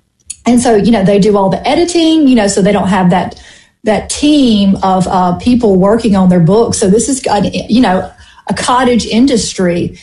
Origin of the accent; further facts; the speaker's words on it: Mississippi, United States; I'm from the Mississippi Delta. There's not a whole lot to do.